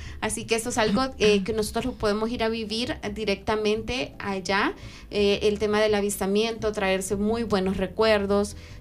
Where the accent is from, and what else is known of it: El Salvador